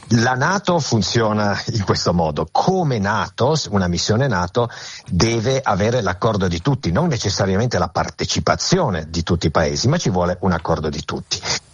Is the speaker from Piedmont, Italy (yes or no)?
yes; Piedmont, Italy; Anch'io sono piemontese, particolarmente contento.